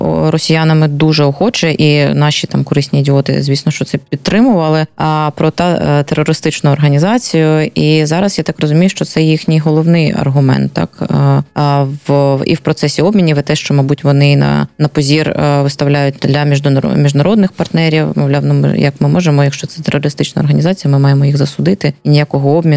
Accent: Luhansk Oblast, Ukraine; навіть коли я вчилася в школі, я родом з Луганщини

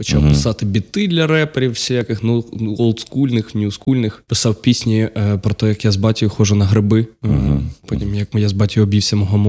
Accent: Boryslav, Lviv Oblast, Ukraine; я родом з Борислава.

